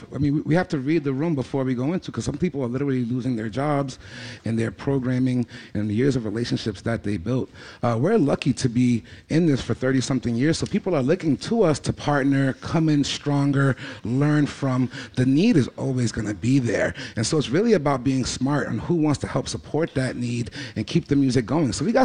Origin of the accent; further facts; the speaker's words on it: Boston, Massachusetts, United States; we're from Boston.